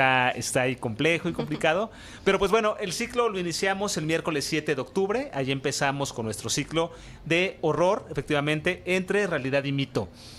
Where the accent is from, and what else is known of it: Mexico